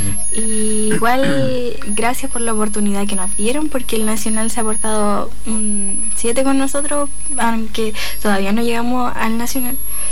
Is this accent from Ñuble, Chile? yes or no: yes; Bulnes, Ñuble, Chile; Yo pertenezco de la comuna de Bulnes